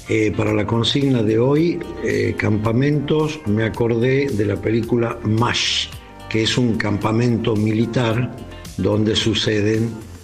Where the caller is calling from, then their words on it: Argentina; de San Cristóbal.